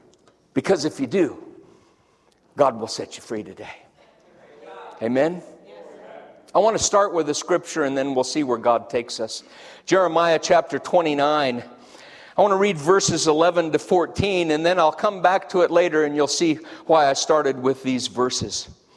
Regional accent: Denver, Colorado, United States; I grew up in North Denver. And the neighborhood that I grew up in, I was the lone white German kid.

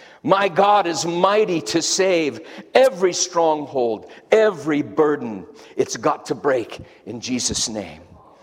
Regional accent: Denver, Colorado, United States; I grew up in North Denver. And the neighborhood that I grew up in, I was the lone white German kid.

